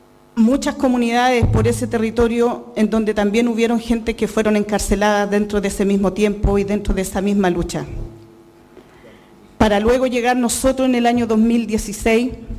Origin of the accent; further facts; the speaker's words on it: Lumaco, Araucanía, Chile; Vengo de El Lof Pidenco, Lumaco. Un lugar histórico para nuestro pueblo